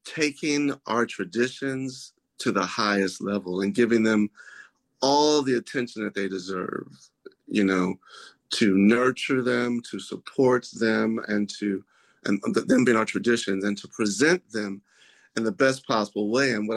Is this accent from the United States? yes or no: yes; Texas, United States; now in Washington, United States; I'm from Texas, born and raised, but I've been in DC a long time